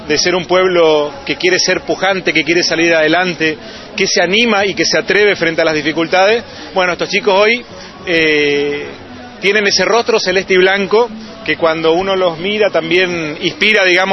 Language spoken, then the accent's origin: Spanish; Chaco, Argentina; que somos un ramillete de culturas, originarios, criollos, inmigrantes, que somos chaqueños